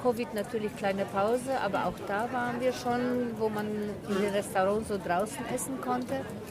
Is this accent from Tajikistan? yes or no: no; Kirchheim unter Teck, Baden-Württemberg, Germany; Wir kommen aus Kirchheim-Tech.